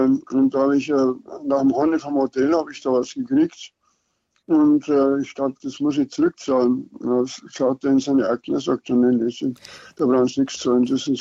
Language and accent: German; Bavaria, Germany; der war noch etwas anstrengender als ich als Niederbayer